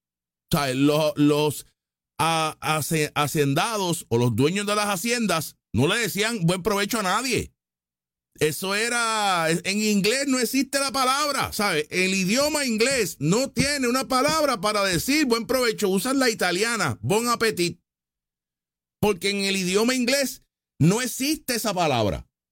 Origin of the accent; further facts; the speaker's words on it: Puerto Rico; yo soy puertorriqueño como la R, que pues como carro